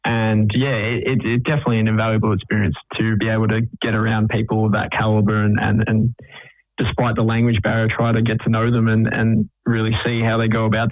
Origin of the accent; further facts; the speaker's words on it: Geelong, Victoria, Australia; I grew up in Geelong, obviously, Geelong boy